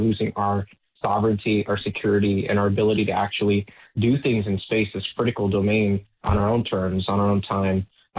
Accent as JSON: {"language": "English", "town": "Toronto", "region": "Ontario", "country": "Canada", "tie": "born or raised there", "said": "Born and raised in Toronto in the Jane Finch area, humble beginnings"}